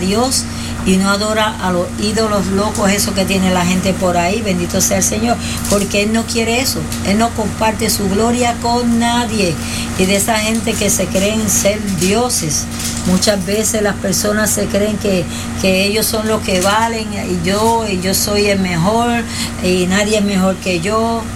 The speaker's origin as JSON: {"language": "Spanish", "country": "Puerto Rico", "moved": "yes", "said": "yo soy puertorriqueña"}